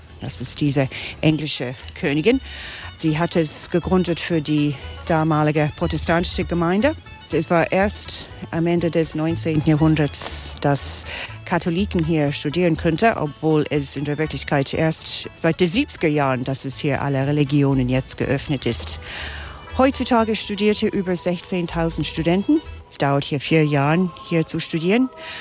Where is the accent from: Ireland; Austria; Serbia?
Ireland; Dublin, Leinster; born there; German is a second language; Ich bin Irin, bin hier in Dublin geboren und ich liebe sehr gerne meine Stadt.